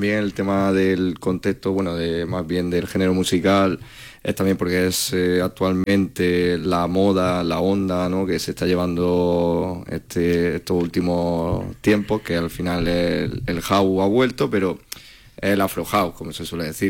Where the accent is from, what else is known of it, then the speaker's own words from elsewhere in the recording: Almanzora valley, Andalusia, Spain; más si somos de aquí de la zona, somos de Cuadra Almanzora